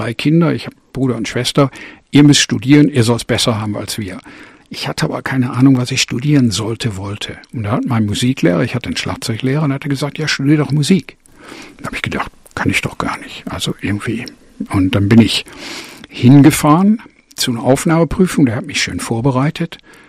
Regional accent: North Rhine-Westphalia, Germany; Ich bin im Ruhrgebiet aufgewachsen, im Kohlerevier in Westdeutschland.

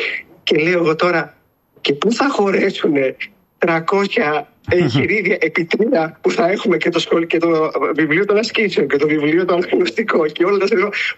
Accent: Greece; now in Cambridge, United Kingdom; ήμασταν οι Έλληνες, οι Ελλαδίτες από την Ελλάδα, ήμασταν αρκετά λιγότεροι στη Μεγάλη Βρετανία.

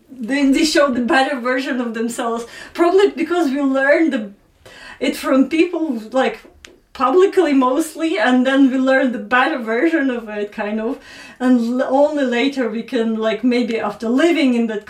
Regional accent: Ukraine; she made us more Ukrainian.

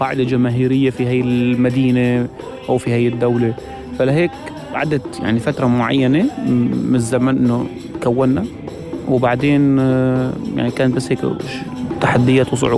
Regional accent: Syria; now in Berlin, Germany; تعرف نحن جايين من سوريا، لهيك أي شغلة سياسية كانت تصير في سوريا تمام

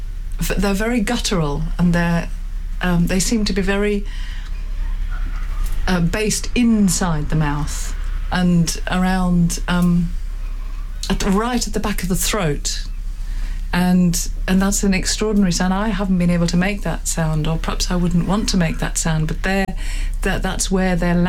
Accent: Wales, United Kingdom; first language Welsh; English is a second language; that the having the Welsh in there was another layer that we could put in, because of that being my mother tongue.

